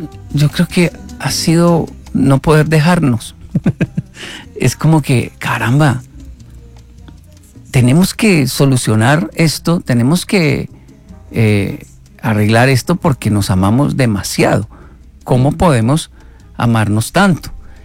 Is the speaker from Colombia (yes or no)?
yes; Colombia; yo soy colombiano, me di cuenta que era colombiano, porque cuando Japón pierde en el fútbol, a mí me da tristeza.